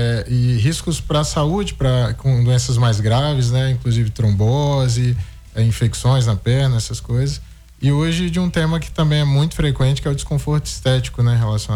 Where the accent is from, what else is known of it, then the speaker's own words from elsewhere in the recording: Bahia, Brazil; born there; also born or lived in Espírito Santo; now in Barra de São Francisco, Brazil; Eu sou nascido na Bahia, mas eu tenho quase mais tempo de Espírito Santo do que de Bahia, porque eu vim muito novo, né? Fiz faculdade, tudo isso aqui.